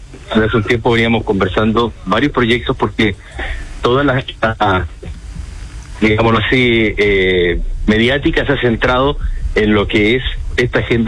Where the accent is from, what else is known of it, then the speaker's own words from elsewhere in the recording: Magallanes, Chile; Entonces yo estoy cansado, uno como chileno, pero además como magallánico, con el manoseo que se ha dado Estrecho Magallanes.